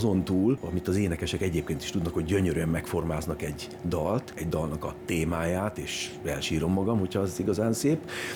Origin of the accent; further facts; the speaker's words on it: Budapest, Hungary; én magam is a 17. kerületben nőttem fel, és ott élek a mai napig